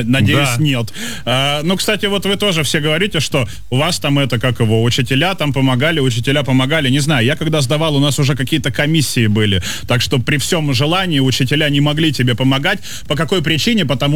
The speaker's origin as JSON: {"language": "Russian", "region": "Saint Petersburg", "country": "Russia", "tie": "born or raised there", "said": "Я же из Питера"}